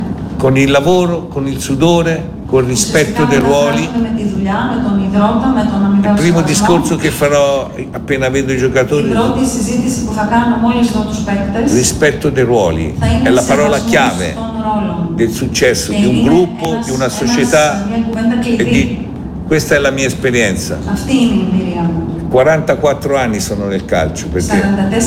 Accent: Tuscany, Italy; born there; io sono nato nella provincia di Livorno

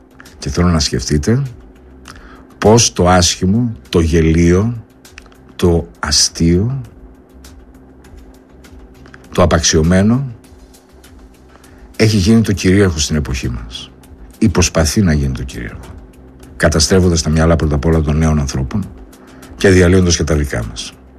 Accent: Greece; εμείς γνωρίζαμε ως Έλληνες

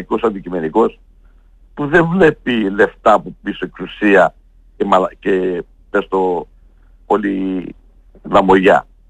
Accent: Kozani, Western Macedonia, Greece; now in Thessaloniki, Greece; ναι, εγώ ήρθα από Κοζάνη, ήρθα στα Θεσσαλονίκη, σε είδα, πήγαμε γήπεδο, εκπομπές, έμαθα πολλά από σένα

